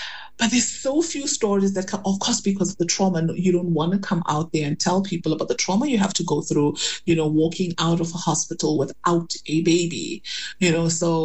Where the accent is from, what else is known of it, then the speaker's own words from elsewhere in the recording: South Africa; as a South African, you know, we make so much shukr for the small mercies from Allah.